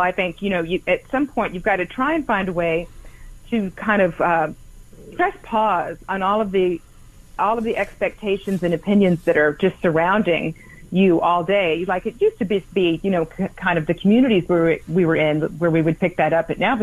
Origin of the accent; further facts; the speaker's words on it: Houston, Texas, United States; Well, I grew up in Houston, my formative years